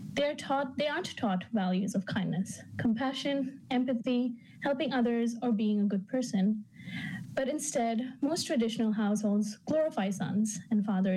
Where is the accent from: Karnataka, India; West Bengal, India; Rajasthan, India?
Karnataka, India; Bangalore; now in Dubai, United Arab Emirates; I grew up in Bangalore, a metropolitan city in South India, and moved to Dubai with my family in 2012.